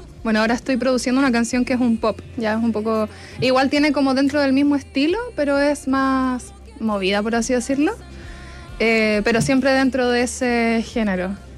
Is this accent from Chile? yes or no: yes; Puerto Montt, Los Lagos, Chile; also born or lived in Temuco; yo nací en Temuco, pero a los 4 años me fui a vivir a Puerto Montt y ya han sido 23 años allá.